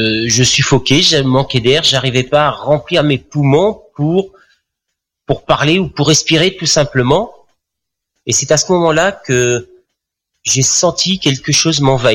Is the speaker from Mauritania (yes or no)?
no; Marseille, Provence-Alpes-Côte d'Azur, France; born there; moved away; also born or lived in Alsace; je suis né à Marseille, dans une famille catholique. J'ai atterri dans les années 76 en Alsace.